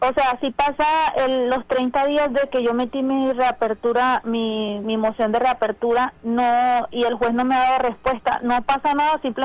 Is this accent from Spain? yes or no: no; Venezuela; Yo soy venezolana y yo entré con una, bueno, aquí se prepara un asilo